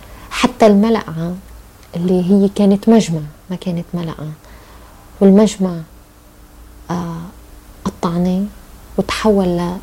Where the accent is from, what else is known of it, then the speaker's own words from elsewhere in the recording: Lebanon; إحنا كلبنانيين علمتنا الحرب، قد ما نقلنا بيوت إنه تصير كل بيوت بيوتنا